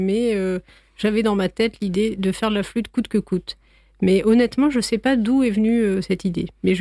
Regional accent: Normandy, France; parce que moi, je viens de Normandie.

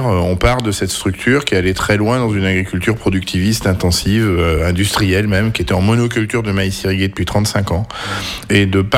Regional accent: Nouvelle-Aquitaine, France; Ici, localement, on m'appellerait un galop-chenot, hein, dans le dialecte local. Moi, je suis né ici, dans le Marais, sur une zone de plaine aussi, et je suis né là, je suis tombé dedans quand j'étais petit.

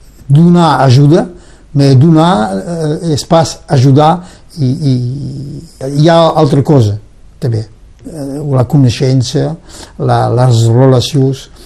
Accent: Catalonia, Spain; Jo soc un català, ella el català, mai tenim pas africans dins de la família.

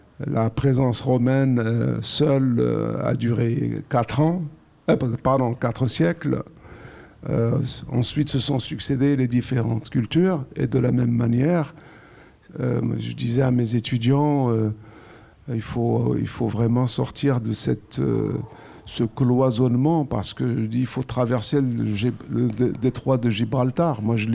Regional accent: Algeria; moved away; je suis algérien de nationalité, mais je me suis toujours considéré, même quand je vivais en Algérie, comme un citoyen du monde.

